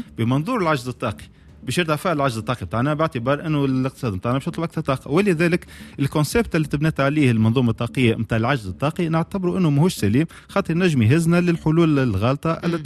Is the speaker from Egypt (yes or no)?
no; Tunisia